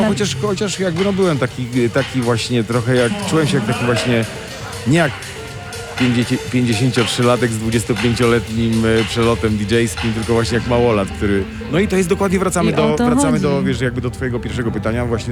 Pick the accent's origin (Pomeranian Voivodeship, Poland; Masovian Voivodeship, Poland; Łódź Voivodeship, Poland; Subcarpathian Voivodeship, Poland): Masovian Voivodeship, Poland; Warsaw; ja jestem warszawiakiem. Przyjechałem tutaj z Warszawy